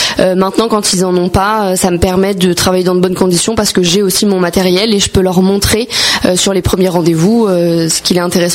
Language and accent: French; Beaumont-sur-Oise, Île-de-France, France; je suis valdoisienne, j'habite à Beaumont-sur-Oise, du coup dans le 95.